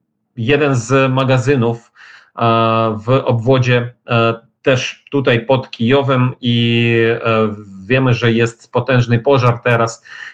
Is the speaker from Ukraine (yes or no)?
yes; Ukraine; now in Kyiv, Ukraine